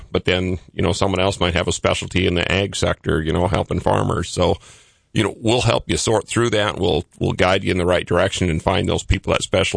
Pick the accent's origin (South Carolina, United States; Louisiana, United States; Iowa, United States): Iowa, United States; Rock Rapids; also born or lived in Alexandria, Minnesota; now in Sioux Falls, United States; Born in Alexandria, Minnesota. I grew up in Rock Rapids, Iowa, and been in Sioux Falls here the past 30-some years.